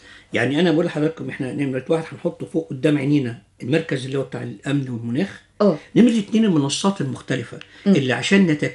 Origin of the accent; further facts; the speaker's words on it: Egypt; والارض اللي عندنا في مصر